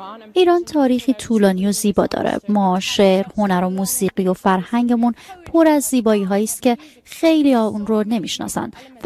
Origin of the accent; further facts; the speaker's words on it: Germany; وقتی در آلمان بزرگ می شدم، معمولا به دیگران نمی گفتم ایرانی هستم،